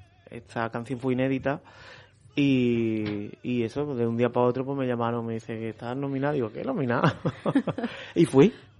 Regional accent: Nerja, Andalusia, Spain; also born or lived in Málaga; a mí mi tierra es la que me retroalimenta, es la que me da energía. No puedo despegarme de ahí.

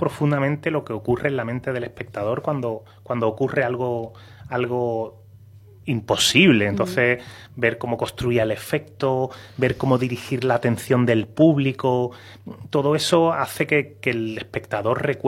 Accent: Cádiz, Andalusia, Spain; mi tierra, con Cádiz.

